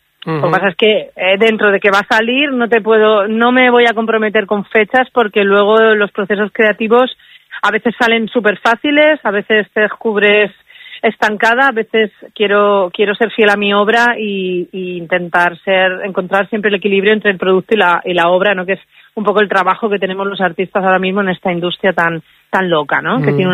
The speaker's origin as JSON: {"language": "Spanish", "town": "Bogarra", "region": "Castilla-La Mancha", "country": "Spain"}